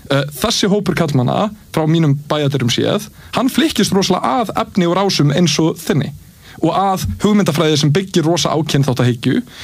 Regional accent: Reykjavík, Capital Region, Iceland; ég er alinn upp í Efra Breiðholti og ég hef séð heimana tvenna

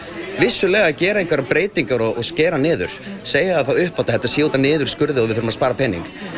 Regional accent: Reykjavík, Capital Region, Iceland; Eins og ég persónulega ólst upp í Breiðholtinni í gegnum Miðberg, fór svo að vinna þar og starfa nú fyrir vettvanginn.

